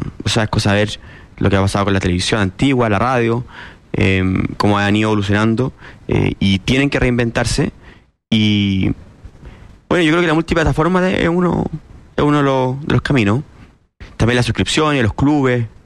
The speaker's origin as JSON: {"language": "Spanish", "country": "Chile"}